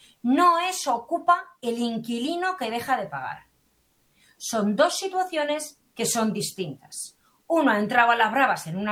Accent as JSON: {"language": "Spanish", "town": "Madrid", "region": "Community of Madrid", "country": "Spain", "said": "No, soy de Madrid, así que de valenciana nada, yo soy más madrileña."}